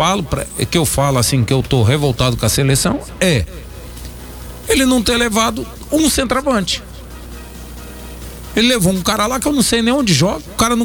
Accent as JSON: {"language": "Portuguese", "country": "Brazil", "said": "nós somos brasileiros"}